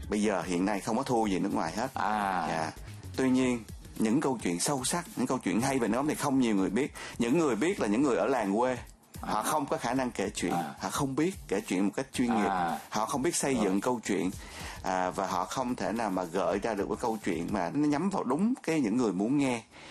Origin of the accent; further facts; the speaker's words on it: Phan Thiet, Bình Thuận, Vietnam; moved away as an adult; also born or lived in Australia / Japan / France / United States; tôi thì sinh ra ở Phan Thiết, nhà cũng rất là nhiều đời làm nước mắm.